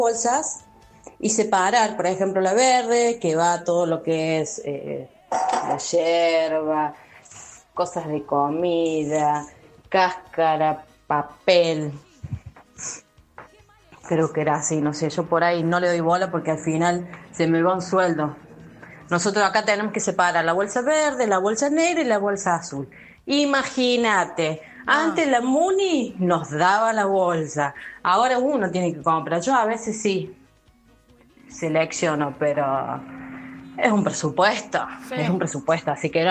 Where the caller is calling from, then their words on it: Córdoba, Argentina; acá te habla … Vos sabés que acá hace años, en Córdoba, que ya no usamos bolsas de compras.